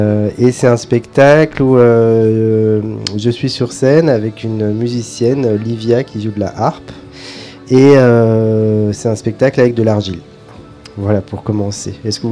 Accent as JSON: {"language": "French", "country": "Belgium", "said": "Moi je viens de Belgique déjà."}